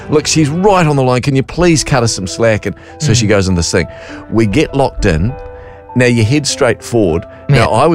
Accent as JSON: {"language": "English", "country": "New Zealand", "said": "we're from New Zealand."}